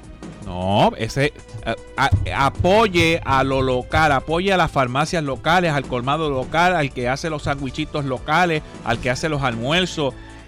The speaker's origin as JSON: {"language": "Spanish", "town": "Quebradillas", "country": "Puerto Rico", "said": "allá en el oeste, yo vengo de Quebradilla"}